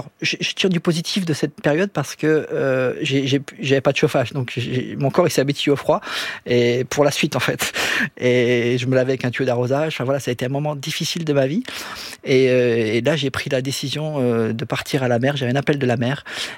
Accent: Saint-Valery-sur-Somme, Abbeville, Hauts-de-France, France; also born or lived in Sangatte; Alors, entre la baie de Somme, à Saint-Valery-sur-Somme, Abbeville, et Sangatte.

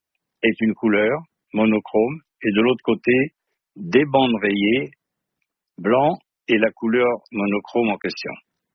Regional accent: Paris, Île-de-France, France

